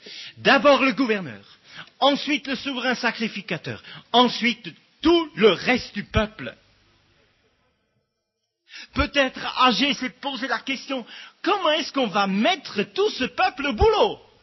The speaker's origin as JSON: {"language": "French", "country": "Switzerland", "said": "je suis suisse"}